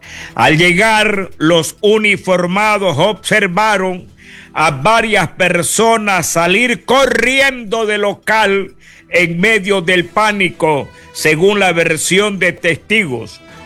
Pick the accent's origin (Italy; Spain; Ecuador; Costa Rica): Ecuador; en la provincia del Oro, en mi país, Ecuador